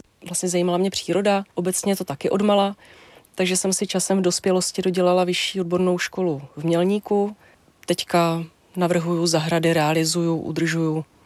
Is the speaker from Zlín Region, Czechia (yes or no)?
no; Úpice, Hradec Králové Region, Czechia; moved away as an adult; also born or lived in Velké Svatoňovice; now in Údrnice, Czechia; k té Úpici zpátky, ono sice je to město, ale já jsem vyrůstala na jednom kopci u Úpice, kde jsme byli tři domy s dětma. Jinak tam vlastně nikdo nebydlel. Bydleli jsme tam uprostřed luk a lesů a bylo to skvělý.